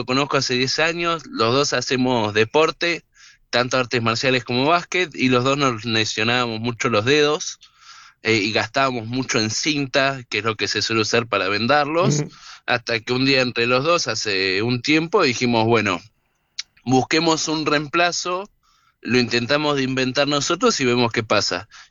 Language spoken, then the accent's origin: Spanish; Mar del Plata, Buenos Aires Province, Argentina; Justo somos de Mar del Plata